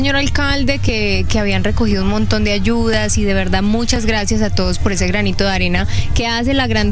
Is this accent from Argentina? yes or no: no; Cali, Valle del Cauca, Colombia; now in Pereira, Colombia; Yo soy caleña, mi ciudad también muy afectada, pero Pereira me acogió hace bastantes años, vivo ahí